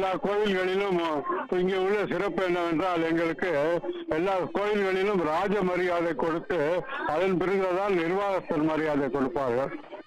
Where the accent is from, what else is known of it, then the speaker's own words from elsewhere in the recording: Thiruparankundram, Tamil Nadu, India; திருப்பரங்குன்றத்துல இருந்து வரேன்.